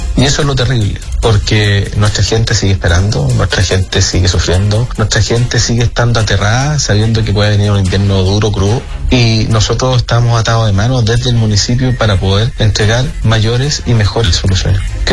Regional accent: Licantén, Maule, Chile

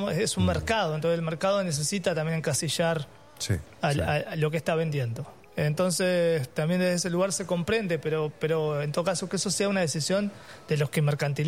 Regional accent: Uruguay; yo crecí mucho, obviamente siendo uruguayo, con la música del Río de la Plata, con lo que había enfrente al Río de la Plata, que era la música argentina.

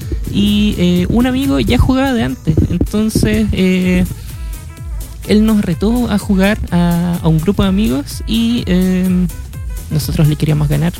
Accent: Magallanes and Chilean Antarctica, Chile; Voy con otro compañero que también es de Magallanes

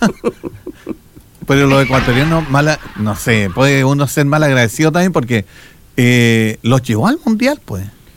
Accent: Chile; todos los chilenitos mirando desde afuera del estadio

